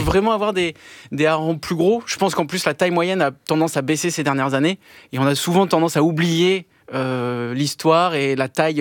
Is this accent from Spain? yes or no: no; Bordeaux, Nouvelle-Aquitaine, France; born there; Moi, je suis né à Bordeaux.